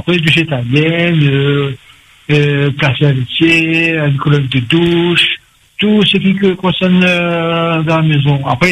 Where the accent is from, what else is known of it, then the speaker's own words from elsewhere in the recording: Italy; du fait que je suis italien